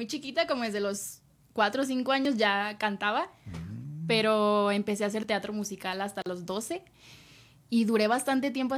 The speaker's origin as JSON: {"language": "Spanish", "town": "Monterrey", "region": "Nuevo León", "country": "Mexico", "lives_now": "Mexico City, Mexico", "said": "y que yo que vengo de Monterrey, obviamente toda la gente de otras ciudades pues queremos venir aquí a la capital a cumplir nuestros sueños"}